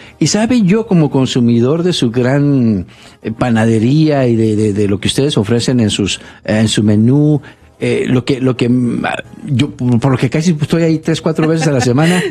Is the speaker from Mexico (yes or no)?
yes; Mexico; moved away; tengo la oportunidad de ir a mi pueblo, por allá a México